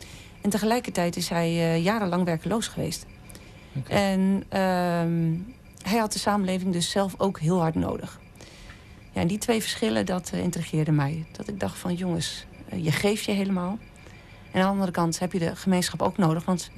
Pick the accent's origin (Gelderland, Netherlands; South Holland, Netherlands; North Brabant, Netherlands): Gelderland, Netherlands; Hattem; moved away as an adult; now in Heerlen, Netherlands; ik ben opgegroeid in Hattem en in 2000... in 2018 ben ik naar Heerlen verhuisd.